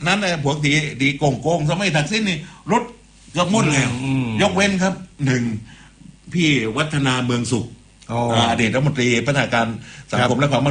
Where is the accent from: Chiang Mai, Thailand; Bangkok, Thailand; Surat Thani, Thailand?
Surat Thani, Thailand; Ko Samui; เป็นคนเกาะสมุยแท้ๆครับแล้วก็คือเมื่อพี่น้องชาวเกาะสมุยมาร้องเรียนผมนี่ด้วยความเต็มใจครับ